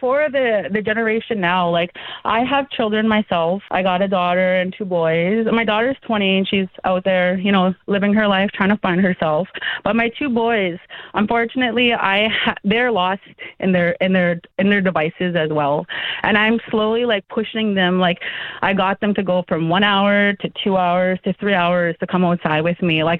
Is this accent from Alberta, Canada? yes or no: yes; Frog Lake First Nation, Alberta, Canada; So I grew up without the internet. So I was a tomboy. My parents raised us traditionally. So we went to ceremonies.